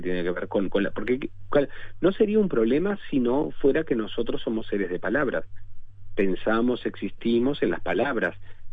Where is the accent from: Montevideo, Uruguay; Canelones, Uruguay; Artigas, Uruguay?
Artigas, Uruguay; accent: Artigas; Ahora yo, que vengo de 600 kilómetros y mantengo mi acento de Artigas, está mal.